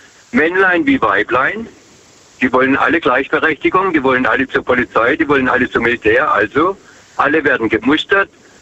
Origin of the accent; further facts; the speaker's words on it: Herbolzheim, Baden-Württemberg, Germany; Herbolzheim.